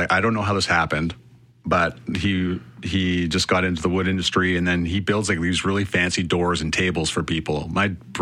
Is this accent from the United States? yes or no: no; Cochrane, Alberta, Canada; also born or lived in Calgary; Born in Calgary, Alberta. I was raised in Cochrane, Alberta. My parents moved out there when I was 1980 to 9 years old. So then I grew up there.